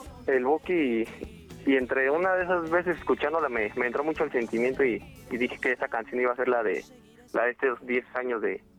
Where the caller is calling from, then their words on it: Mexico City, Mexico; De aquí, de Azcapotzalco